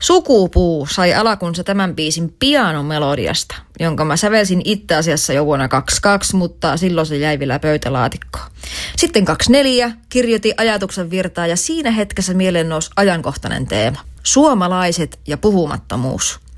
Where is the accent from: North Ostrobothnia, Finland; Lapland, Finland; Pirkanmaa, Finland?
Lapland, Finland; Kemijärvi; minä tuun Itä-Lapista Kemijärveltä ja minä teen musaa.